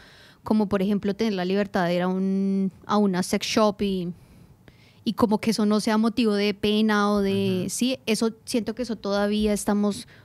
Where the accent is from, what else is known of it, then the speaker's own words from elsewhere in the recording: Colombia; now in Australia; Nosotros en Latinoamérica, y bueno, hablo de Colombia